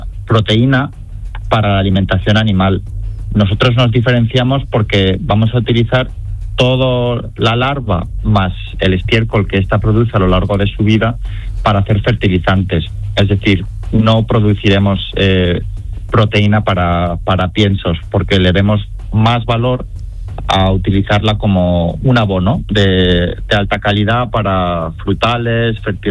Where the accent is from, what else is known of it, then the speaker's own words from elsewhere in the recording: Málaga, Andalusia, Spain; uno de Almería y los otros 3 somos de Málaga.